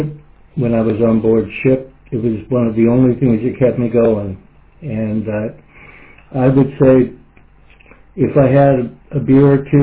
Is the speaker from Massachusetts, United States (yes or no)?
yes; Nantucket, Massachusetts, United States; I am a man from Nantucket. I was born there. I spent many years there. And Nantucket native